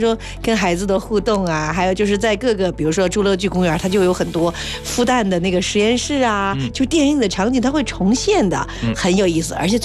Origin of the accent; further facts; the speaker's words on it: Beijing, China; 首先我作为一个北京人跟大家说，你们不要以为只有国庆节北京人多